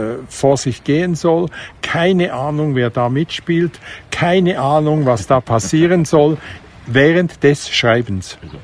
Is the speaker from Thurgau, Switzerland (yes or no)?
no; Bern, Switzerland; Und da bist du ertappt als Berner.